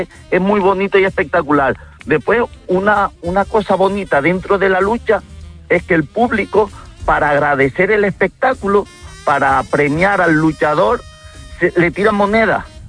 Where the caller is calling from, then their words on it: Tenerife, Canary Islands, Spain; yo soy de Tenerife y aquí una gran tradición y arrastra mucha afición es la lucha canaria.